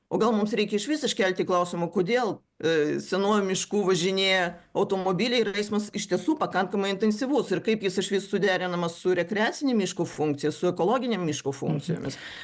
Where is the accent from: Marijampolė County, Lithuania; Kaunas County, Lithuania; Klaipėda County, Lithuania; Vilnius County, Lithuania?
Vilnius County, Lithuania; Vilnius; mes kaip vilniečiai vertiname šitą projektą